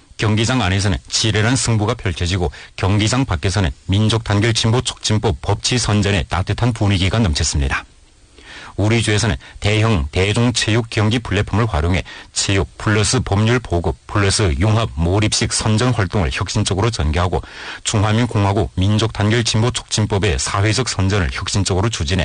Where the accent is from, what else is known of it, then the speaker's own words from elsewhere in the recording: Yanbian, Jilin, China; 연변 사람으로서 정말 기쁩니다.